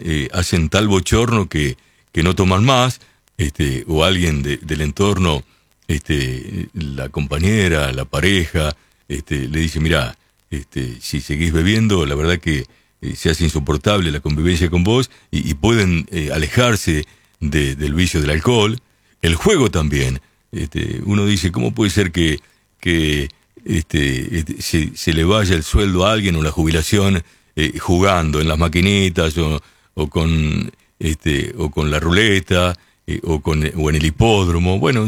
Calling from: Chivilcoy, Buenos Aires Province, Argentina; Buenas noches, Oscar. Muy buen programa. Siempre te escucho. … de Chivilcoy, presidente del hipódromo de Trote.

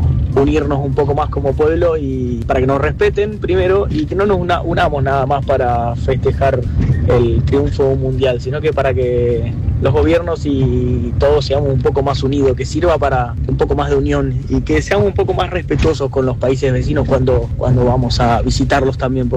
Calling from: Argentina; Yo creo que no somos racistas. Yo tengo madre alemana, padre español

